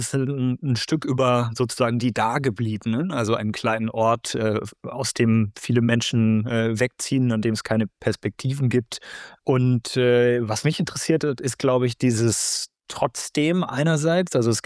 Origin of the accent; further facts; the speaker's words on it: Erfurt, Thuringia, Germany; also born or lived in Munich; Ich bin zeitweise in Erfurt aufgewachsen, dann wieder in München, habe später dann wieder in Leipzig studiert, also war immer zwischen beiden Kontexten.